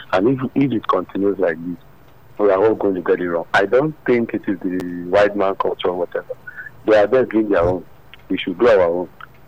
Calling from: Nigeria; I'm calling from Kola.

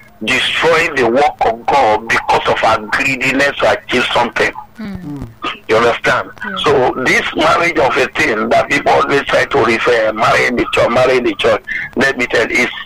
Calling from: Badore, Lagos, Nigeria; I'm calling from Badore Power Site.

